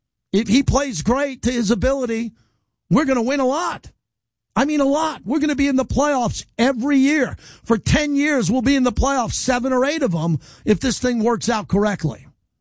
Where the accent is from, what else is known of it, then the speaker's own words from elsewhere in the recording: New York, United States; I grew up in New York. No one cared about the Patriots.